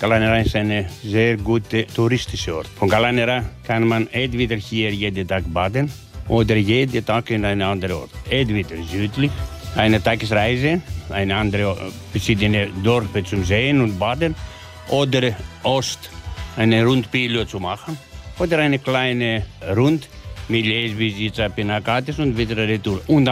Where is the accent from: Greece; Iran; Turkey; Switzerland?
Greece; Thessaly; German is a second language; Ich komme aus in der Nähe von Meteora.